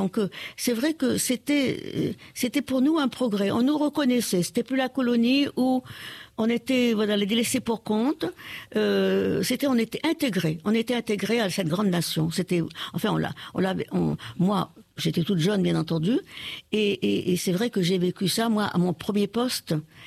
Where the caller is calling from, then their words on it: Réunion; moi, je suis née française et j'aimerais bien mourir française, voilà. Je suis réunionnaise et je le renie pas. Mes ancêtres sont sont venus d'ailleurs, comme tous les habitants de La Réunion d'ailleurs.